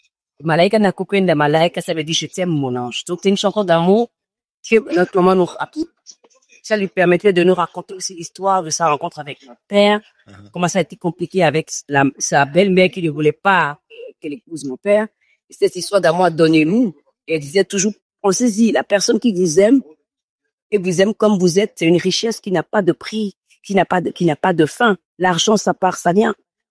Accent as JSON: {"language": "French", "country": "Benin", "tie": "born or raised there", "lives_now": "New York, United States", "said": "Et que moi, j'ai grandi en Afrique, au Bénin"}